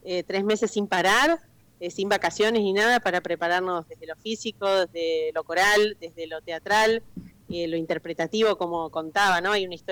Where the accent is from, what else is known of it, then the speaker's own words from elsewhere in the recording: Argentina; Tenemos mucho para contar nosotros como argentinos